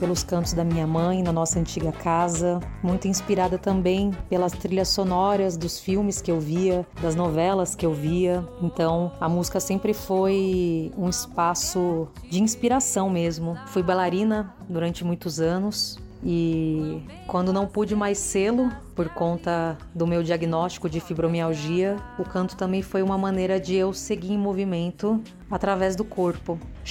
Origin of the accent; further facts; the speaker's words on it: São Paulo, Brazil; born there; also born or lived in Jundiaí; sou cantora, compositora, nasci em Jundiaí e atualmente criada em São Paulo.